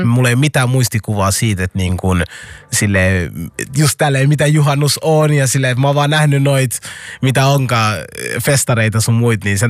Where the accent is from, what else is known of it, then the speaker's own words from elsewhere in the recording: Helsinki, Uusimaa, Finland; kun jos mä joku kysyy mut, että mistä päin sä oot, mä sanon, mä oon Roihuvuoresta.